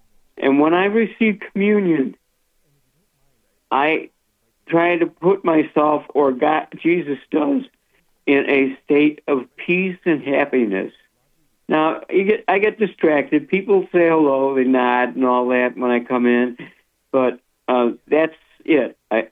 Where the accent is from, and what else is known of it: Chicago, Illinois, United States; born or raised there